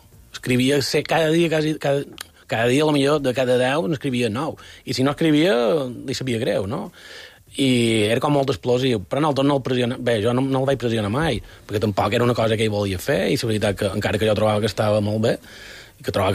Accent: Campanet, Balearic Islands, Spain; jo som de Campanet.

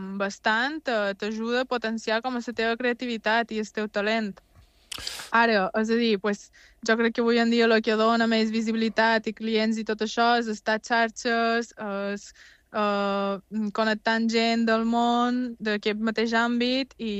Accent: Mallorca, Balearic Islands, Spain; Gent del meu poble, gent de Mallorca

